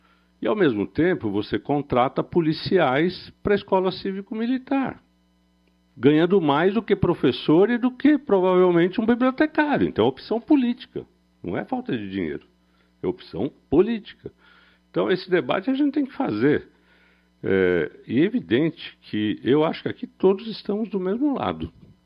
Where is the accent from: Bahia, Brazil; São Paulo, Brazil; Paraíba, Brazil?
São Paulo, Brazil; Eu sou de uma, como eu disse, sou do Campo Limpo, Capão Redondo